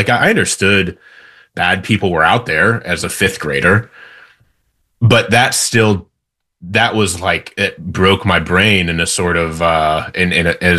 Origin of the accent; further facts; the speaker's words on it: Indiana, United States; I was living in Indiana. I grew up in Indiana.